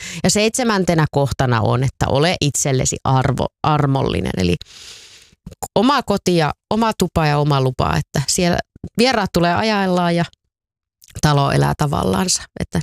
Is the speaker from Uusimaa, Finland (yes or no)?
no; Tampere, Pirkanmaa, Finland; kun lähdin aina kesäksi sitten jonnekin kesätoimittajaksi jonnekin pois kotikaupungistani Tampereelta